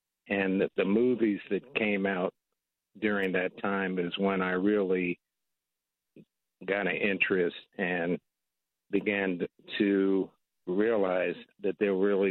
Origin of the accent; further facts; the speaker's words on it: Washington, District of Columbia, United States; I grew up in the Washington, D.C. area